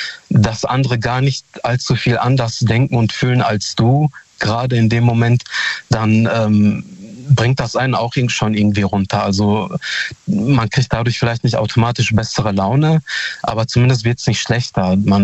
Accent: Hamm, North Rhine-Westphalia, Germany; ich komme aus Hamm.

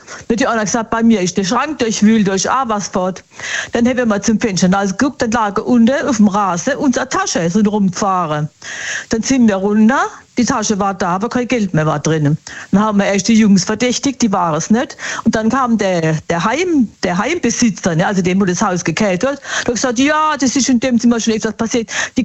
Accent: Bad Schönborn, Baden-Württemberg, Germany; Ah, aus Bad Schönborn.

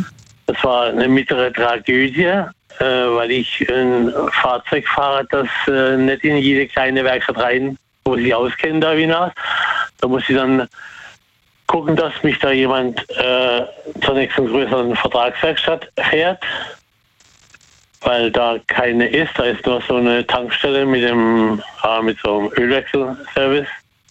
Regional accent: Karlsruhe, Baden-Württemberg, Germany; also born or lived in Ettlingen; now in Muggensturm, Germany; Ich bin gebürtiger Karlsruher. Und war dann bis 1999, habe ich in Ettlingen gewohnt.

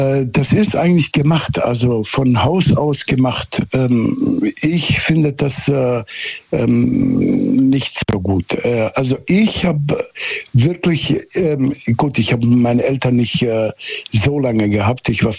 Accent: Southern Germany, Germany; also ich bin quasi auf dem Dorf aufgewachsen in Süddeutschland.

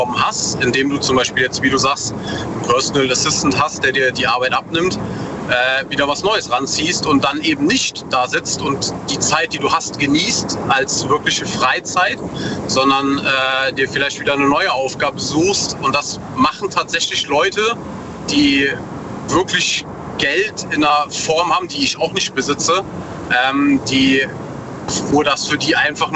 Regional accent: North Rhine-Westphalia, Germany; Aus der Eifel, NRW.

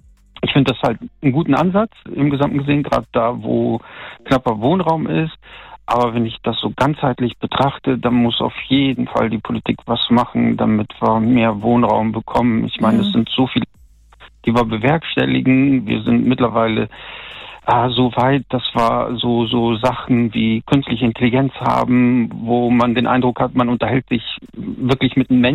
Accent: North Rhine-Westphalia, Germany; ich komme ja aus NRW

